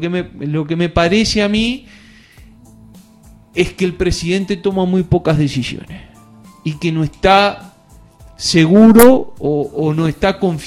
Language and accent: Spanish; Uruguay